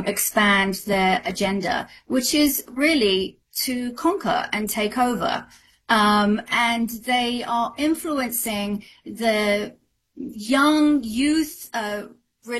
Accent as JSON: {"language": "English", "country": "United Kingdom", "lives_now": "United States", "said": "Well, I'm a British citizen, and this is a democracy, and we have freedom of speech."}